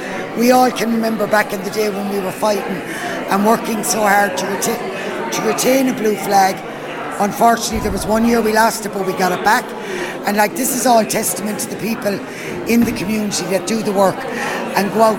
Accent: Youghal, County Cork, Ireland; Cork County Council brought it to my hometown of Youghal this year.

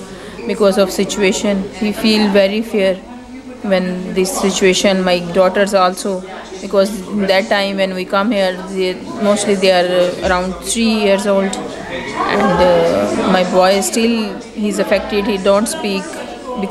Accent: Azad Kashmir, Pakistan; English is a second language; moved away as an adult; now in Cork, Ireland; I'm from Pakistan, Kashmir.

